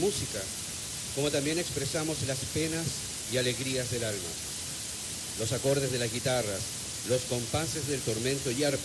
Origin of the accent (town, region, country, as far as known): Chile